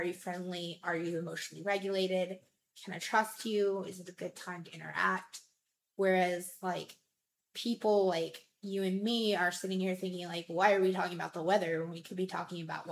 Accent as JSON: {"language": "English", "region": "Deep South", "country": "United States", "moved": "yes", "lives_now": "West Coast, United States", "said": "Like, we're here on the West Coast right now. I am from the Deep South."}